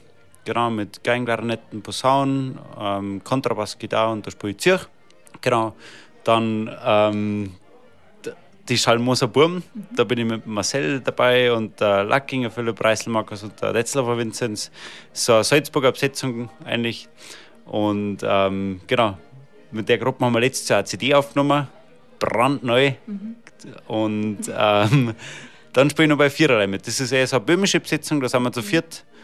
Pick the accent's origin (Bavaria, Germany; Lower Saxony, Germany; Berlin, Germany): Bavaria, Germany; Uffing am Staffelsee; Ich komme aus dem Landkreis Garmisch-Partenkirchen, genauer gesagt aus Offing am Staffelsee.